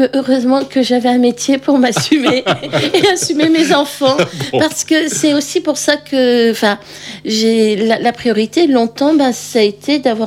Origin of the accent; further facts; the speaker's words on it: Brest, Brittany, France; also born or lived in Hennebont; En fait, j'ai grandi à Brest.